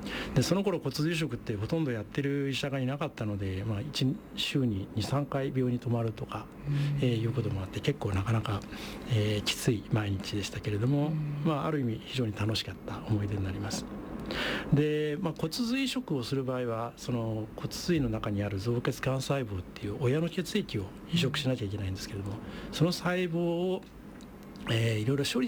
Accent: Yamaguchi, Japan; born there; moved away as an adult; also born or lived in Tokyo; 私山口県生まれなんです。山口県知らない方も多いんですけども、本州の一番西の端の県になります。で18歳の時に上京してきて、

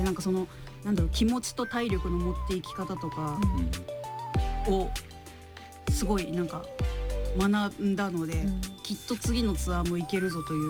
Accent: Shimane, Japan; born there; moved away

